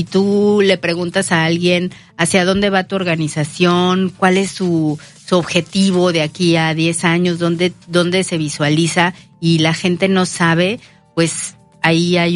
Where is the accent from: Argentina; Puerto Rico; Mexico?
Mexico; Veracruz; Por un lado, la alegría, porque somos jarochos